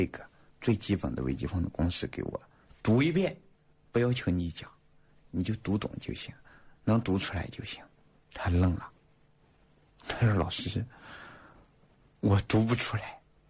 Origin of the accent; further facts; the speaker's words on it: Shanxi, China; moved away; also born or lived in Yunnan; 那会儿呢，我是在云南教书。哎呀，我说老师，我是北方人，我是山西人，我喜欢吃面条